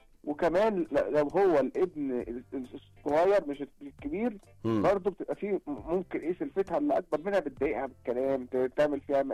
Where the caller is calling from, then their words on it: Alexandria, Alexandria Governorate, Egypt; أنا من اسكندرية